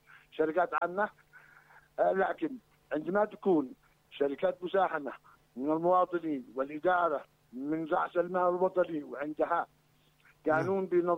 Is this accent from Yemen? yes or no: yes; Yemen